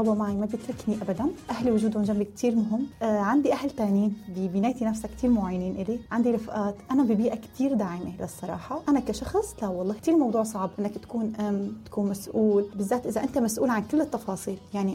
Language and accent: Arabic; Syria; moved away as an adult; now in Turkey; أنا طلعت من سوريا مثلي مثل كل إحنا مواليد التسعينات، ما قدرت كفي جامعتي، أخذت البكالوريا طلعت لتركيا، ووالدي خاف علي أول ما جيت على تركيا